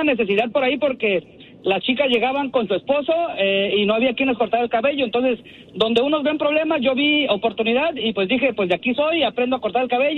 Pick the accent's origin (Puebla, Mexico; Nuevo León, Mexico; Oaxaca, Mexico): Oaxaca, Mexico; Oaxaca de Juárez; Soy de Oaxaca, de Juárez. 100% oaxaqueño y orgullosamente oaxaqueño.